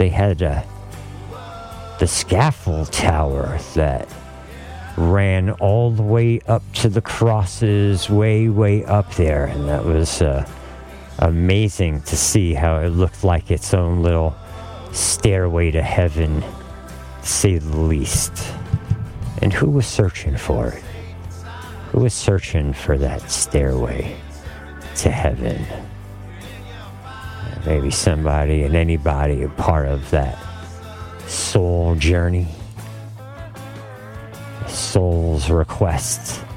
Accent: New York City, New York, United States; I grew up in the King's Mountain in Brooklyn.

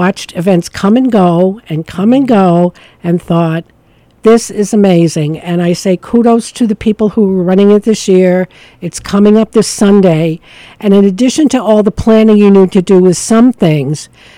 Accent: New York, United States; now in Savannah, United States; you can tell I'm not from Savannah. I'm from upstate New York.

